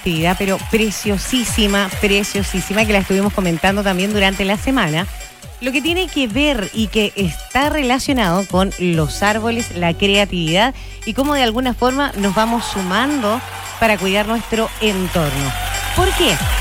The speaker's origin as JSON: {"language": "Spanish", "town": "Osorno", "region": "Los Lagos", "country": "Chile", "said": "todos los osorninos somos responsables"}